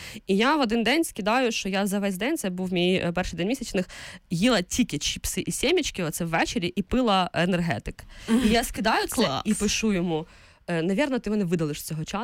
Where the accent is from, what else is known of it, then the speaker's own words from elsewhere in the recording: Vinnytsia Oblast, Ukraine; Це в нас на Вінниччині так кажуть.